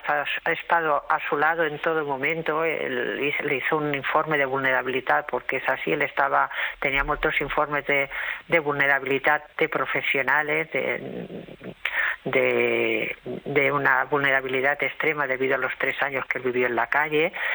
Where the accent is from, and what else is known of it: Badalona, Catalonia, Spain